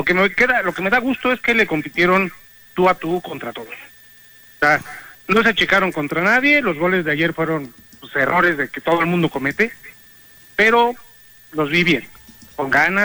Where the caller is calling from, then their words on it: Mexico City, Mexico; de Ciudad de México, de Iztapalapa.